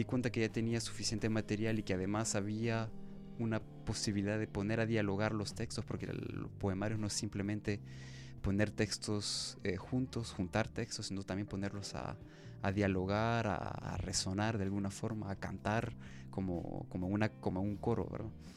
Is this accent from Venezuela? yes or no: no; Honduras; nos sigue afectando mucho como hondureños